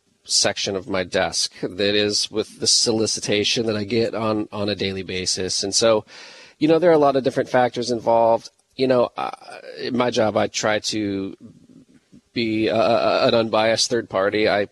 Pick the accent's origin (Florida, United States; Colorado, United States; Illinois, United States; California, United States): Illinois, United States; Jacksonville; now in Springfield, United States; That's my hometown, Jacksonville.